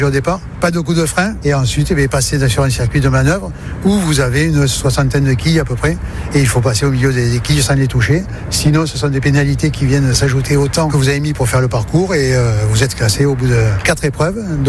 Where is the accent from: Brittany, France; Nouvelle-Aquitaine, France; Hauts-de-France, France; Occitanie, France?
Nouvelle-Aquitaine, France; Bordeaux; born there